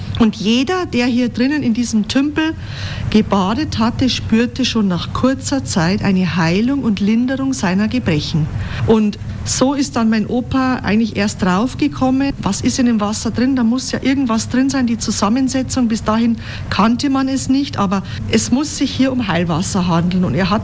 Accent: Bavaria, Germany; Wir werden auch oft für Österreicher gehalten, durch unseren Dialekt und durch die Mentalität. Wir sehen uns da also sehr, sehr ähnlich und sehr verwandt mit den Österreichern, fahren auch selber gerne nach Österreich Es sind ja nur 5 Minuten.

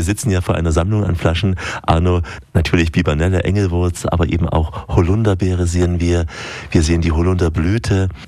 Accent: Saxony, Germany; moved away; kommt aus meinem Heimatbundesland aus Sachsen, aus der Nähe von Bad Muskau

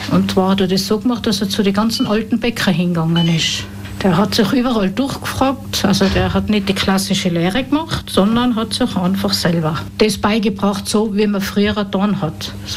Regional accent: Innsbruck, Tyrol, Austria; Also bei uns in Innsbruck ist es also so, dass die Mädels kriegen die Hennen, die Burschen kriegen die Hasen und das soll einfach Glück bringen.

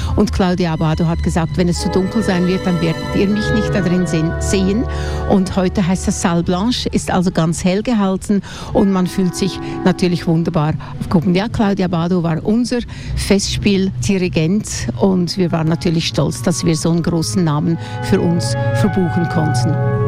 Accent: Lucerne, Switzerland; Ich komme natürlich aus Luzern

